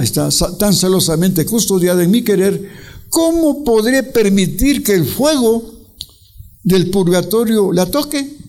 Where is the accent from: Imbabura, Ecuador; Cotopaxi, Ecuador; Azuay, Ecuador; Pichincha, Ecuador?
Imbabura, Ecuador; Ibarra; Yo conocía eso, soy de Ibarra. Era pura montaña, pura montaña.